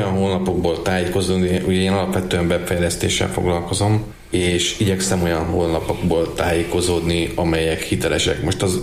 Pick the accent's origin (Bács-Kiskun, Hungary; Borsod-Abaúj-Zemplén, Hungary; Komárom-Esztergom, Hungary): Komárom-Esztergom, Hungary; Kecskéd; a szülőfalunknak a kápolnáját mondanám, a Kecskédi kápolnát. Gyerekkorom óta is jól ismerem